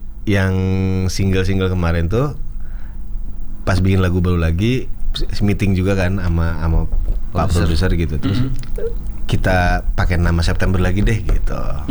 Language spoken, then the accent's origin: Indonesian; Sunda, Indonesia; Aku Sunda.